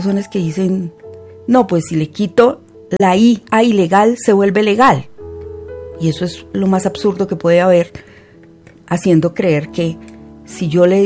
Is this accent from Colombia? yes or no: yes; Colombia